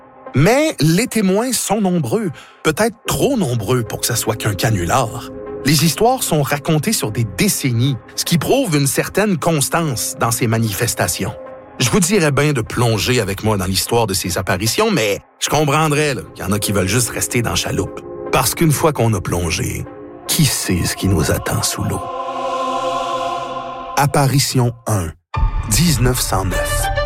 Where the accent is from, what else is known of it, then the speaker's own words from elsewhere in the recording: Terrebonne, Quebec, Canada; Excusez pour la prononciation, là, je viens de Terrebonne.